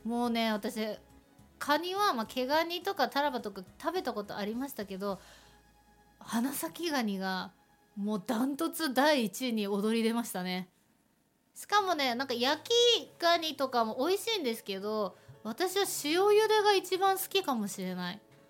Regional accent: Iwamizawa, Hokkaido, Japan; now in Nemuro, Japan; 私のね生まれ故郷の岩見沢市、北海道の岩見沢市では

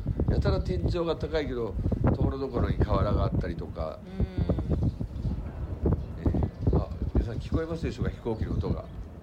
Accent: Kobe, Hyogo, Japan; 結構俺地元の神戸の美人館のところにスタジオあるじゃないですか

